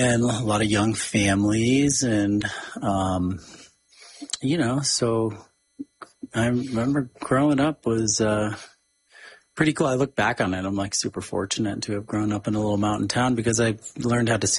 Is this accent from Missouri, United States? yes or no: no; Idaho Springs, Colorado, United States; I grew up in Idaho Springs